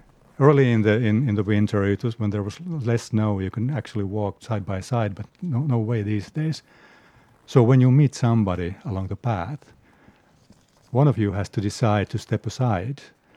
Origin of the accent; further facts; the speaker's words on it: Helsinki, Uusimaa, Finland; I come from Helsinki, and my background is through my parents, both in Oulu and in Karelia